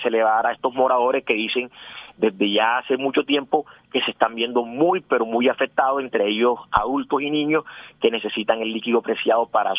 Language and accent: Spanish; Barranquilla, Atlántico, Colombia; nosotros como barranquilleros